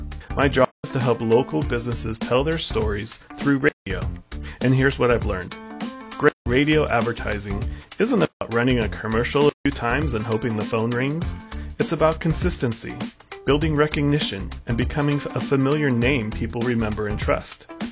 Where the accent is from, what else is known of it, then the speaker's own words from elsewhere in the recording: Grass Valley, California, United States; with KNCO and Star 94.1. I grew up right here in Grass Valley. I raised my family here. This community is home.